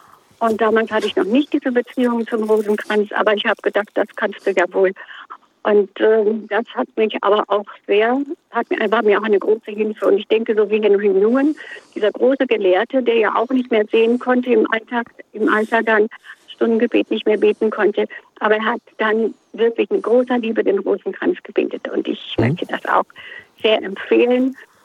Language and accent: German; Leipzig, Saxony, Germany; Ich war als Kind in Leipzig nach Flucht und Vertreibung, bin da in die Schule gegangen